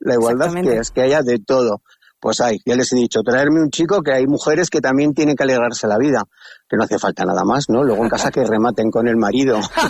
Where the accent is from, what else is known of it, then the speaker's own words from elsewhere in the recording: Aragon, Spain; Somos muy majos los de Mondón